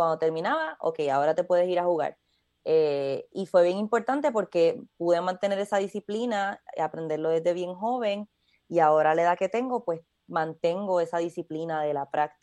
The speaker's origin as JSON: {"language": "Spanish", "town": "Caguas", "country": "Puerto Rico", "tie": "born or raised there", "also_born_or_lived": "Vega Alta / Gurabo", "said": "nací en Caguas, pero cuando empecé a tocar el cuatro, yo vivía en Vega Alta"}